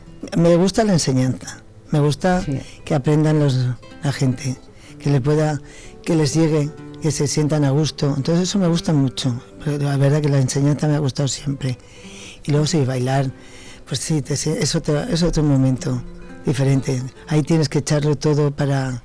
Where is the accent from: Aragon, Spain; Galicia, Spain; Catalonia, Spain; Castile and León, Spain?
Aragon, Spain; Zaragoza; moved away as an adult; De Zaragoza. Uh-huh. Allí nació mi niña.